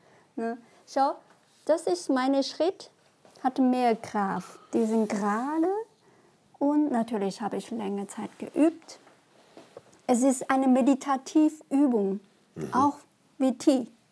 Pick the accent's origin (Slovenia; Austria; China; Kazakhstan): China; Yunnan; German is a second language; moved away as an adult; now in Germany; Ich bin sozusagen in Teeplantage groß geworden